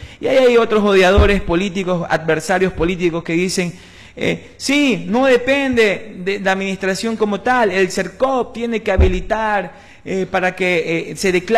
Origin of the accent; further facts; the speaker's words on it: Montecristi, Manabí, Ecuador; Yo soy montecristense de nacimiento, de corazón, sangre y vida. Y toda mi vida he vivido mal.